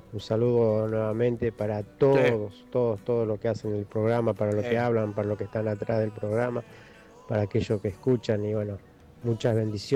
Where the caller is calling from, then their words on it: Salta, Argentina; Bien salteño.